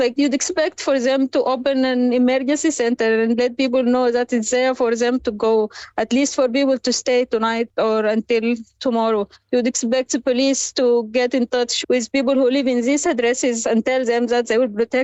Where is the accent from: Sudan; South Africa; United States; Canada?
Sudan; moved away; I am from Sudan myself